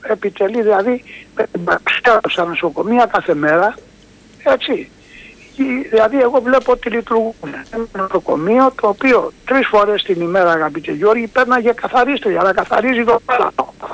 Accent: Corfu, Ionian Islands, Greece; εγώ που είμαι από την Κέρκυρα

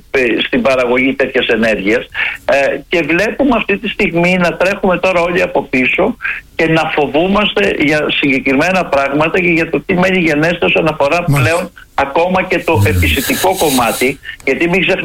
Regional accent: Greece; Να σας πω και επειδή εμείς είμαστε σαν Έλληνες έμποροι

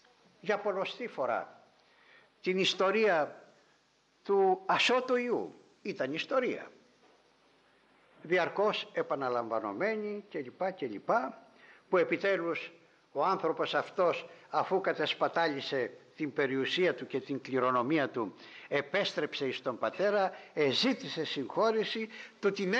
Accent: Ikaria, North Aegean, Greece; Και κάθισα εκεί στην πατρίδα μου την Ικαρία, όπου έχω ησυχία όταν πάω

